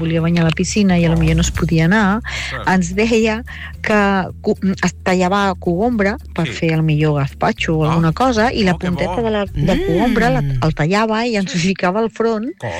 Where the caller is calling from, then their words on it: Massanes, Catalonia, Spain; de Massanes.